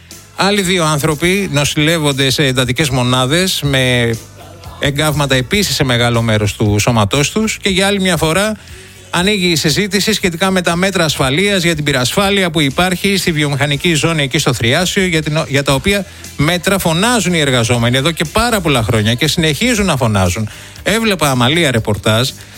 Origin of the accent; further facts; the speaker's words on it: Kaisariani, Attica, Greece; Καλημέρα και στον Πάνο, στην πατρίδα μου, στην Κεσαριανή.